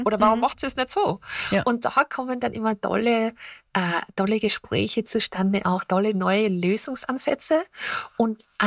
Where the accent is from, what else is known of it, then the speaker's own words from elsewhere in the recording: Austria; moved away; ich bin ja aus Österreich